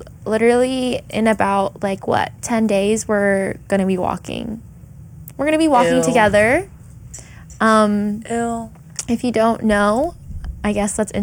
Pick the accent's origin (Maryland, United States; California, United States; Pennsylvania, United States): California, United States; Orange County; Born and raised in OC